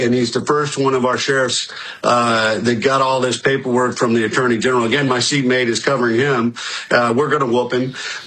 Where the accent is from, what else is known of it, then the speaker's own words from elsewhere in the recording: Texas, United States; now in Virginia, United States; I'm a Texan who became a Virginian.